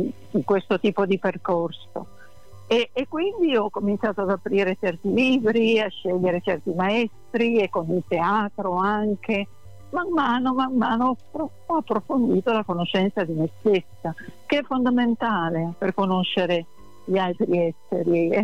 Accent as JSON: {"language": "Italian", "town": "Turin", "region": "Piedmont", "country": "Italy", "moved": "yes", "lives_now": "Rome, Italy", "said": "essendo io torinese, vivendo a Roma"}